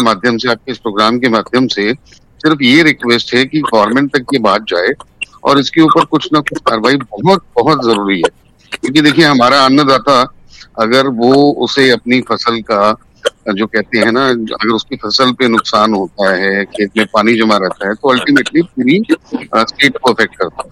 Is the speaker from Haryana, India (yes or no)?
yes; Gurugram, Haryana, India; born there; also born or lived in Yamunanagar district, Haryana; मैं यमुनानगर डिस्ट्रिक्ट के एक गांव का रहने वाला हूँ, मतलब हम लोग शुरू से गुड़गांव में रहे हैं